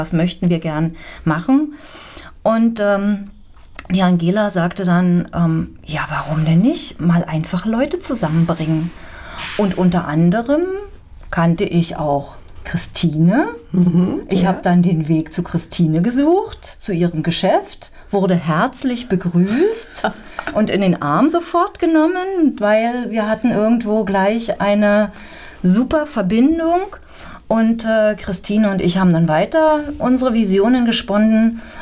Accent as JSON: {"language": "German", "town": "Finsterwalde", "region": "Brandenburg", "country": "Germany", "tie": "born or raised there", "moved": "as an adult", "said": "Finsterwalder Kind, ja, hier geboren, hier gelebt, leider dann aber durch meinen Beruf doch 20 Jahre Finsterwalde verlassen."}